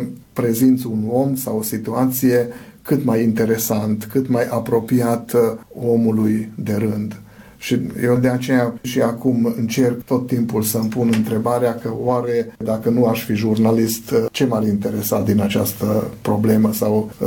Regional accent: Hungary; în timpul zilei noi practicăm mai mult limba majoritară a țării

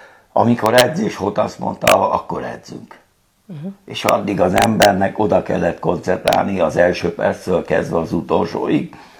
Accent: Hungary; Tehát abból induljunk ki, hogy magyar vagyok

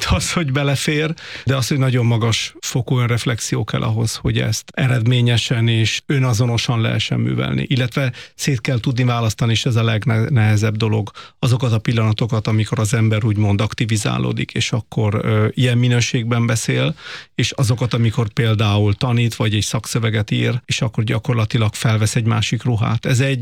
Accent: Italy; now in Hungary; Tehát én Olaszországban születtem, ott szocializálódtam egy másik politikai kultúrában

